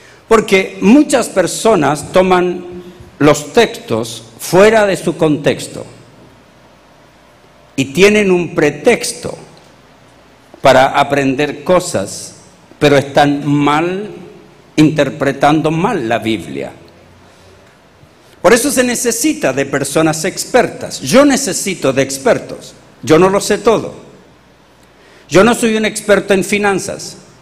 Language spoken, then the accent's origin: Spanish; Chile; lo que yo aprendí como chileno